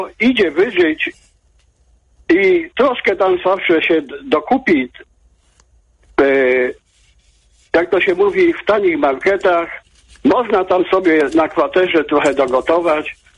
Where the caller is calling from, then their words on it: Poznań, Greater Poland Voivodeship, Poland; z mojego głębokiego serca poznaniaka